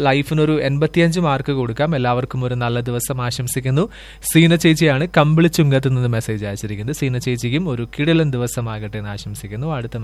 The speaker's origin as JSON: {"language": "Malayalam", "town": "Kinassery", "region": "Kerala", "country": "India", "said": "ഈ വരുന്ന 26-ാം തീയതി ഞങ്ങളുടെ നാട്ടിൽ കിനാശേരി പുലരി കലാസമിതി ആൻഡ് ഗ്രന്ഥശാല"}